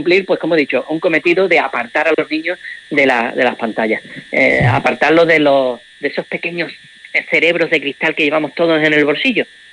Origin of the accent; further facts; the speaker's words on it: Málaga, Andalusia, Spain; born there; Y bueno, yo ya cuando se vinieron a Málaga, al final de los 60, yo ya nací aquí en Málaga, la Costa del Sol.